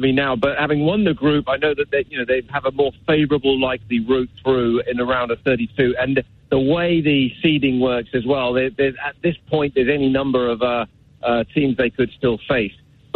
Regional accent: England, United Kingdom; now in United States; And I say that as an Englishman, who now lives and works in America.

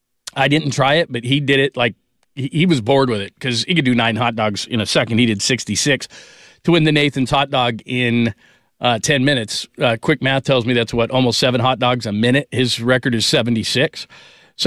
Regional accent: California, United States; now in Phoenix, United States; I'm from the Bay Area. Worked at KBR in the Bay Area for years and years and years.

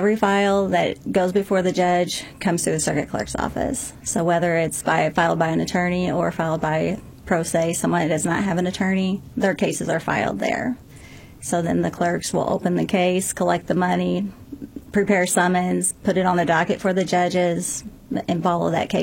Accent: Santa Paula, California, United States; moved away; I am. I moved here in 89 from California.

